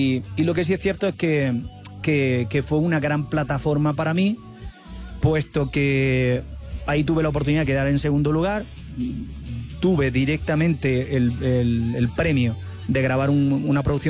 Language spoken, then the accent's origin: Spanish; southern Spain, Spain; con sus composiciones y con su sonido de mi tierra, del sur de España.